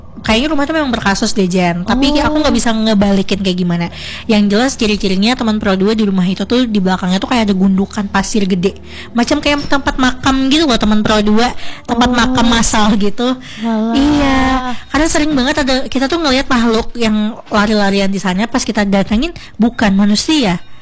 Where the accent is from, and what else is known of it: Sampit, Central Kalimantan, Indonesia; born or raised there; also born or lived in Banjarmasin